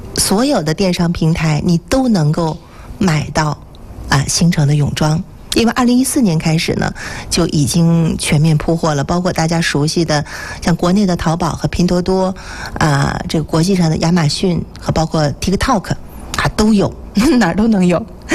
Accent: Northeast China, China; 对于咱们东北人来讲啊是不太愿意提的一件事儿

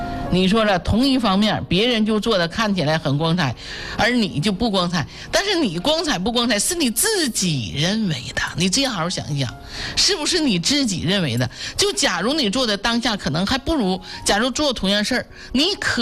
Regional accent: China

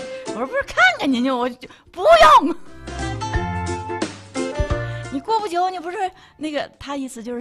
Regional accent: Hebei, China; 现在太热了，咱们河北这边那真是下火一样。

